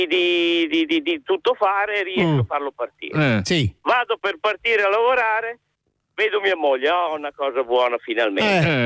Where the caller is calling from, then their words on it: Emilia-Romagna, Italy; Siamo in mezzo ai nostri campi belli verdi che vi invito a vedere, a vedere la Romagna.